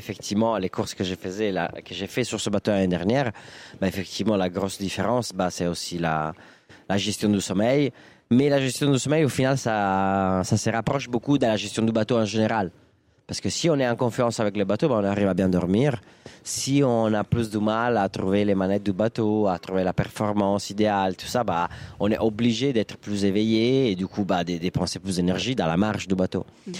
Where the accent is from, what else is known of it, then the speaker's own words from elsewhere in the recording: Milan, Lombardy, Italy; French is a second language; moi je viens pas du tout d'un milieu voileux, je suis de Milan, il y a pas de mer